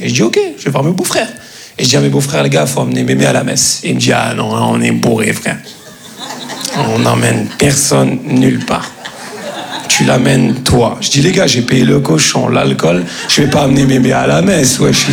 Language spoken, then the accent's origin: French; Grand Est, France; Comme on dit chez nous, en Lorraine.